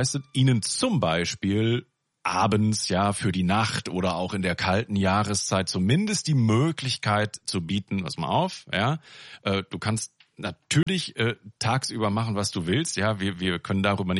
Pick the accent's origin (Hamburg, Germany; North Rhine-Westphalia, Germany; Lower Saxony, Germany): Lower Saxony, Germany; So etwa bei uns in Südoldenburg nannte man diese Gruppierung häufig die Nicht-Sesshaften.